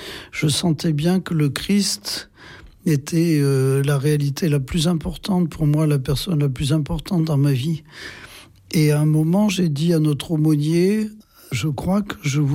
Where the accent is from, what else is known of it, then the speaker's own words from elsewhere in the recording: Limoges, Nouvelle-Aquitaine, France; moved away; Oui, je suis originaire du Limousin, de Limoges même, oui.